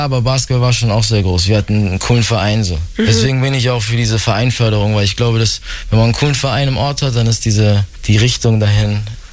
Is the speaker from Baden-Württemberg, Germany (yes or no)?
no; Bavaria, Germany; Ich bin aufgewachsen mit, wir waren 6 Geschwister, was sehr schön ist, in einem Dorf bei München, in einem Vorort.